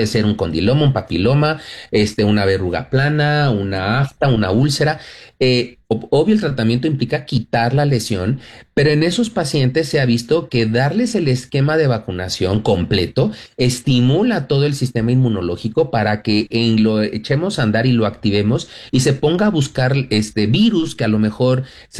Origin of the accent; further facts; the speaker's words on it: Mexico; yo soy mexicano